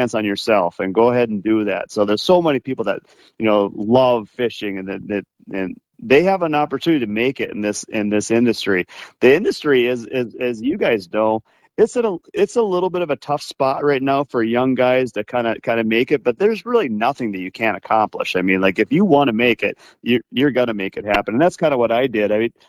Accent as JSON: {"language": "English", "town": "Rochester", "region": "Minnesota", "country": "United States", "said": "I had bought a lot up here on Rainy Lake, and I was from Rochester again. I didn't know anybody up here."}